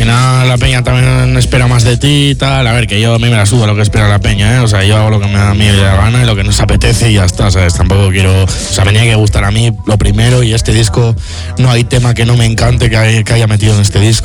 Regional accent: Mondragón, Basque Country, Spain; en mi pueblo, pues en Mondra

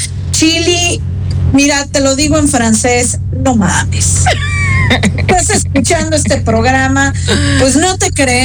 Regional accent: Mexico; En México, cuando decimos palabras altisonantes

